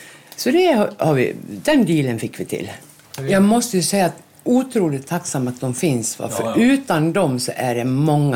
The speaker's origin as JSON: {"language": "Swedish", "town": "Orsa", "region": "Dalarna County", "country": "Sweden", "tie": "born or raised there", "said": "Så när jag kom hem, eller tillbaka till min hemkommun Orsa då, då var jag bostadslös. Och tänkte att jag alltid vill lämna Orsa, va."}